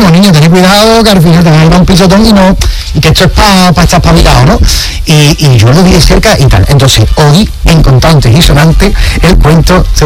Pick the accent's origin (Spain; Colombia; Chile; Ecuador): Spain; Cádiz, Andalusia; yo soy de Cádiz, entonces en Cádiz no nos tocaba